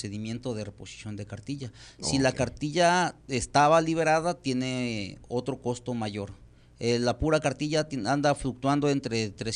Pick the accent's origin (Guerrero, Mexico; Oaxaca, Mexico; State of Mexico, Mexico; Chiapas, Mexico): Chiapas, Mexico; Tonalá; yo soy del municipio de Tonalá, mi acta es de Tonalá